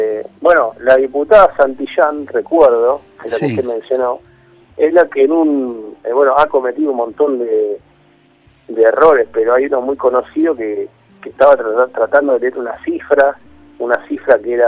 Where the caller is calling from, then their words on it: Rosales, Argentina; de Rosales.